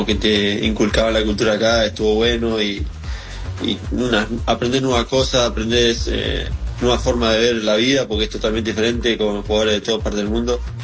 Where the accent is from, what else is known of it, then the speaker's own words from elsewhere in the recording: Argentina; now in New York, United States; En Argentina no hay mucho deporte más que el fútbol. Y además, un pueblito menos yo donde me crié, fueron 1000 habitantes